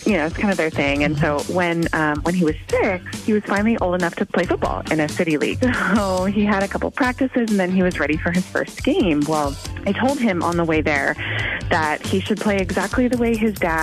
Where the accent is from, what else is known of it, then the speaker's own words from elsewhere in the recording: Madison, United States; Hi, Lynette. … I'm from Madison.